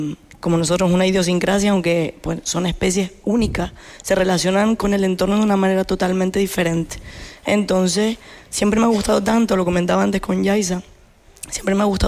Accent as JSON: {"language": "Spanish", "region": "Canary Islands", "country": "Spain", "said": "todas las personas que habitamos Canarias, que somos canarias, y desde que nacemos"}